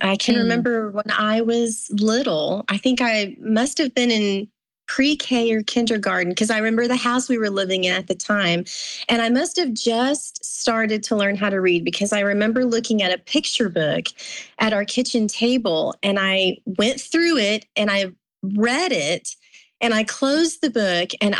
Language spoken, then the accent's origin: English; Lubbock, Texas, United States; Sure. Well, I'm originally from West Texas. Here in Lubbock, Texas is where I've lived with my husband for, 21 years, a long time. But I was born in this area as well and kind of grew up